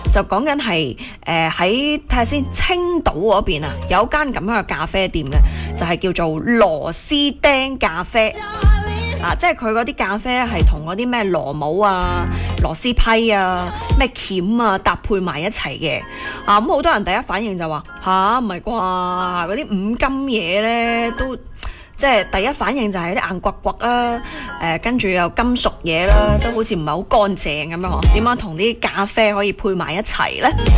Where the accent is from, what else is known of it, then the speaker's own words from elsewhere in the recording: Guangdong, China; 作为我哋广东土生土长嘅广东人咧